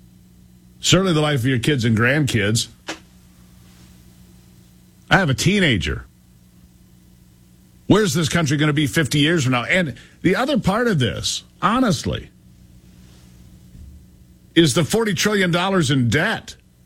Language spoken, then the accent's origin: English; Michigan, United States; my home state of Michigan.